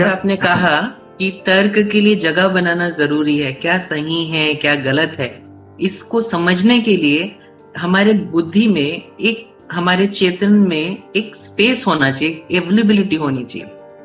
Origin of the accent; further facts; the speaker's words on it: Chhattisgarh, India; born there; मैं छत्तीसगढ़ में पैदा हुआ हूँ, अमरकंटक बिलासपुर के बिल्कुल नजदीक है